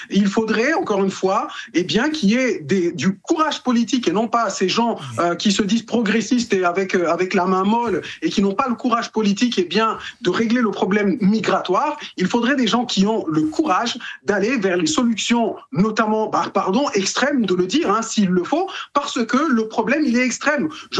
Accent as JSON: {"language": "French", "region": "Mayotte", "country": "France", "said": "Mayotte département depuis 2011, et on est français, moi je suis français de naissance, hein, et donc on est français depuis 1841"}